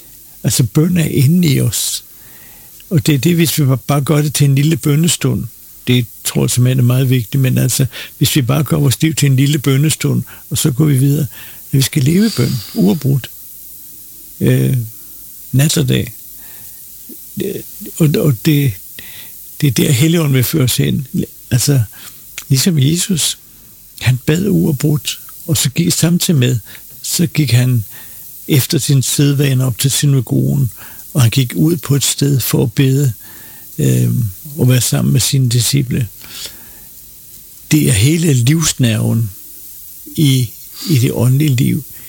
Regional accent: Copenhagen, Capital Region of Denmark, Denmark; Jeg voksede op på Utterslev Torv i København og gik i Billedhøjskole.

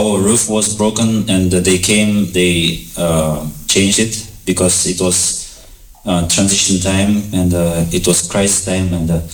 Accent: Kazakhstan; English is a second language; So I'm from this country.

